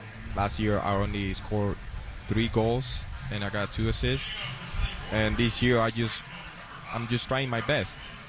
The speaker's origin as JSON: {"language": "English", "country": "Cuba", "tie": "born or raised there", "moved": "yes", "said": "I grew up playing baseball in Cuba, but I stopped when I was really, really young."}